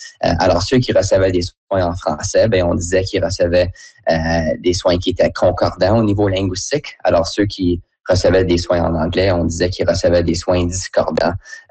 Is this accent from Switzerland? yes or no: no; Ottawa, Ontario, Canada; Mais moi, j'ai grandi à Ottawa dans un environnement bilingue. J'ai fait la plupart de mes études en français.